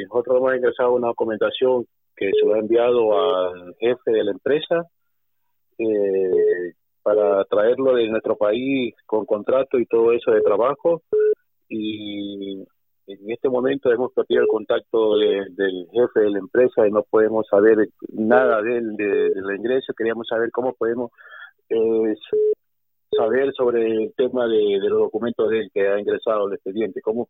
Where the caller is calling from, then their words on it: Getafe, Community of Madrid, Spain; Buenos días … de Getafe.